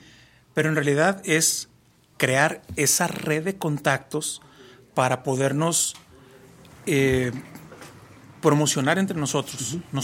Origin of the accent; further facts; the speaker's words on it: Fresnillo, Zacatecas, Mexico; Yo soy de aquí de Fresnillo. De hecho, todos somos de aquí de Fresnillo. Sí, somos puros empresarios fresnillenses